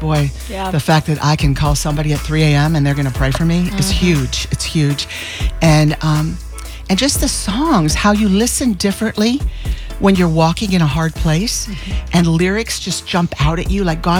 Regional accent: St. Petersburg, Florida, United States; Teresa from my hometown, St. Petersburg.

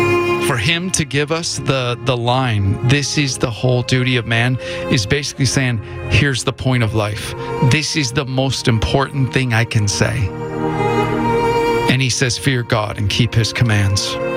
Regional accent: Washington, United States; went back to my hometown, an hour outside of Seattle

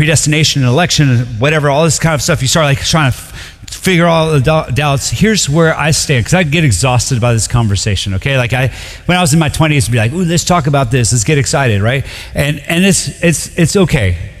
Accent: United States; I know as an American

